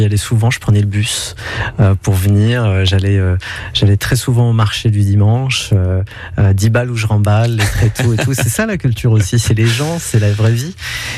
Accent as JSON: {"language": "French", "town": "Hérouville-Saint-Clair", "region": "Normandy", "country": "France", "tie": "born or raised there", "also_born_or_lived": "Mondeville", "moved": "yes", "lives_now": "England, United Kingdom", "said": "Mondeville, vous savez, c'est vraiment, on en parlera, mais j'y ai vécu très très très peu de temps. Et c'est vraiment Hérouville-Saint-Clair qui a été mon lieu de résidence."}